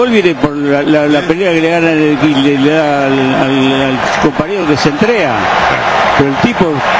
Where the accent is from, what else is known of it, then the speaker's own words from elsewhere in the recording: Basque Country, Spain; Yo soy de ahí, del País Vasco soy. Sí, soy sí, ¿no? Vasco.